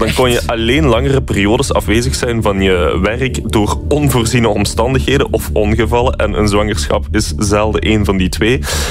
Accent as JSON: {"language": "Dutch", "region": "Flanders", "country": "Belgium", "said": "Als Limburger"}